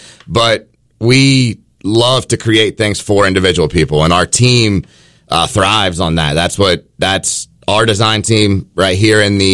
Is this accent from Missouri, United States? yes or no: no; Ohio, United States; I grew up in the industry. I'm from West Central Ohio, and construction was the family business.